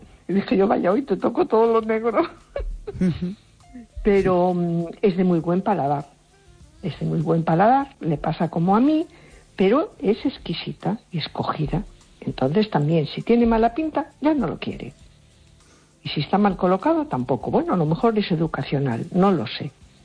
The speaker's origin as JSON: {"language": "Spanish", "town": "A Coruña", "region": "Galicia", "country": "Spain"}